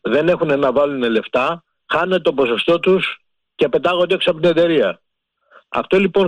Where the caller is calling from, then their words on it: Nikaia, Attica, Greece; από την Κοκκινιά.